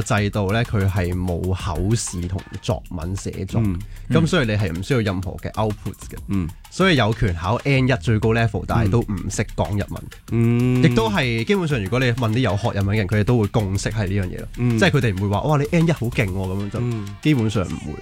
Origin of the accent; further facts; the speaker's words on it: Hong Kong; born there; 因為我其實香港出世，咁你可以想象到我爸爸都嚟咗香港好多年。